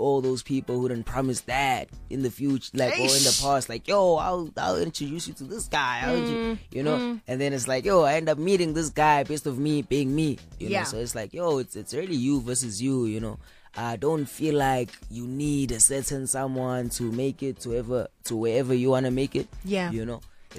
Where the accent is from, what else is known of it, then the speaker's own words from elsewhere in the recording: South Africa; I'm South African